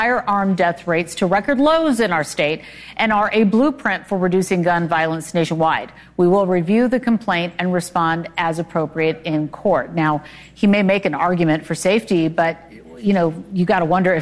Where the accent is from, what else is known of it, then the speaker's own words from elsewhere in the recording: California, United States; I'm from California